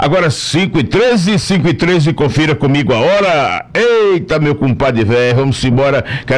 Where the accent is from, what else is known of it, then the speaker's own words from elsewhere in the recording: Northeast Region, Brazil; e nós que somos nordestinos, sabemos muito bem que aqui o São João é comemorado na base do arrasta dançando